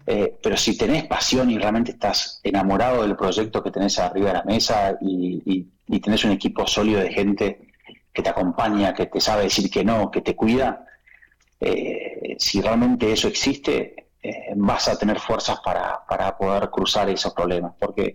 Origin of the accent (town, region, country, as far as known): Tigre, Buenos Aires Province, Argentina